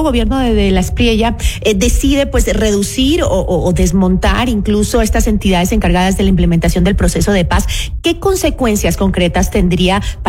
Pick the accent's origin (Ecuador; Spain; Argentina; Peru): Ecuador; esperamos como hermanos ecuatorianos